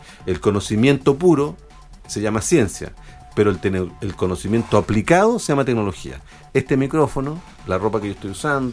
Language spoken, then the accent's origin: Spanish; Chile; el 80% de los que trabajamos en observatorios somos todos chilenos